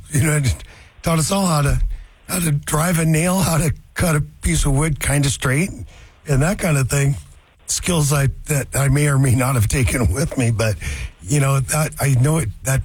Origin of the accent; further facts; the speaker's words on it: Puyallup, Washington, United States; screening in my hometown, which is kind of cool. So that's coming to Puyallup.